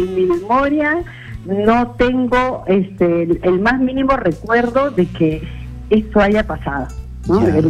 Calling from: Carabayllo, Lima, Peru

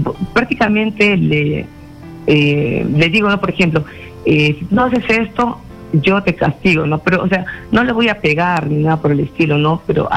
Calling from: Tacna, Peru; Llamo desde Tacna

